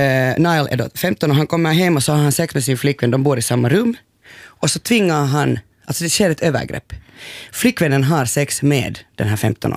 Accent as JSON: {"language": "Swedish", "town": "Porvoo", "region": "Uusimaa", "country": "Finland", "tie": "born or raised there", "said": "Jag känner, alltså jag är uppvuxen i Borgå på 80-talet."}